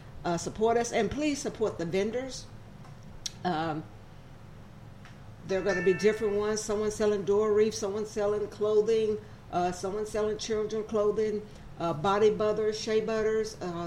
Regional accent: Arkansas, United States; moved away as an adult; now in Little Rock, United States; I grew up in Northeast Arkansas, but I left Arkansas when I was about 21, and I didn't come back to 2012. So I spent like 30 years plus away.

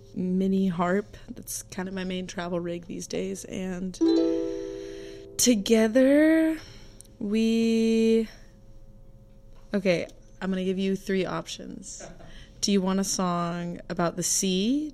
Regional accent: Fayetteville, Arkansas, United States; we'll do it all again in Fayetteville, which is my hometown. Mm-hmm. I was born and raised in Fayetteville.

